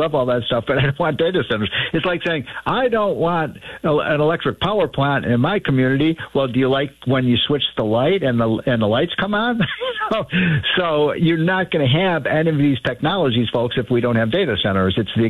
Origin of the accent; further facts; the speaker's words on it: Chicago, Illinois, United States; moved away; As you know, I'm from Chicago.